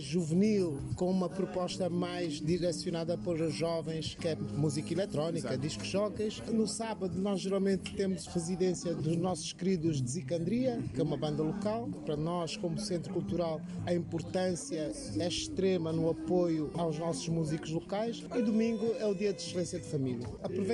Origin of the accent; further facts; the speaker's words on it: Mozambique; nós, como moçambicanos, como africanos